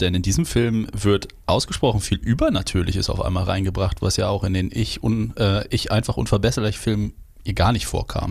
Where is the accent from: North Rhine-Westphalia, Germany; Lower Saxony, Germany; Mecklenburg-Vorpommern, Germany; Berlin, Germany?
Lower Saxony, Germany; Hildesheim; ich bin in Hildesheim-Urgestein hier groß geworden